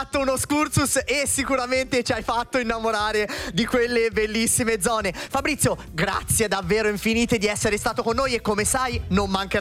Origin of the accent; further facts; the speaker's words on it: Grosseto, Tuscany, Italy; anch'io vengo da Grosseto e siamo ovviamente compaesani